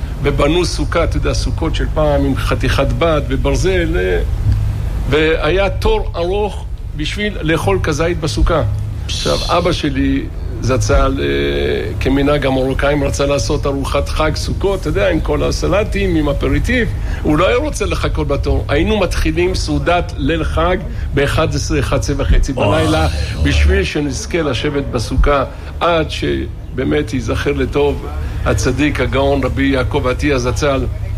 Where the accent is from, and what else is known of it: Bat Yam, Tel Aviv District, Israel; born or raised there